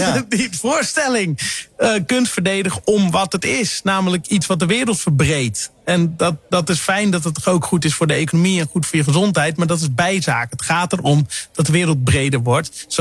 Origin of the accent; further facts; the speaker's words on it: Sneek, Friesland, Netherlands; Ik groeide op in Sneek, hè.